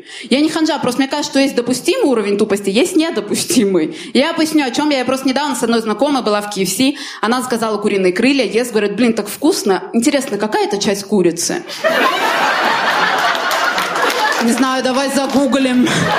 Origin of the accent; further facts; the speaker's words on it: Armenia